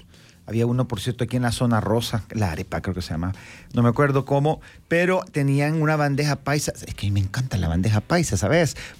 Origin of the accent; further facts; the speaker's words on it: El Salvador; lo que nosotros comemos acá, como salvadoreños